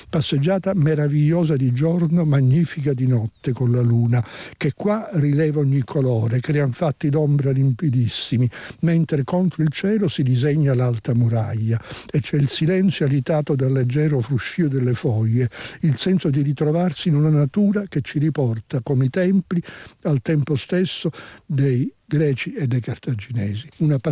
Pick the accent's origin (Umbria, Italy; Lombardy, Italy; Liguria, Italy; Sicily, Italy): Sicily, Italy; tutto questo lo sappiamo da siciliani